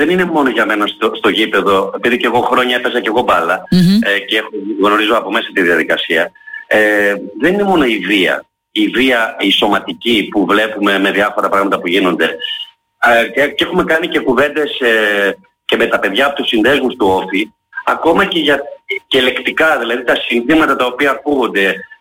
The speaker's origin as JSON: {"language": "Greek", "town": "Heraklion", "region": "Crete", "country": "Greece", "said": "είμαι Ηρακλειώτης"}